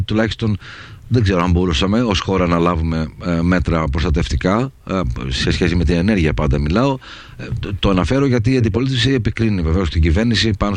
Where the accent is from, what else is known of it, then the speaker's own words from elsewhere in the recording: Greece; δεν είμαστε ως Έλληνες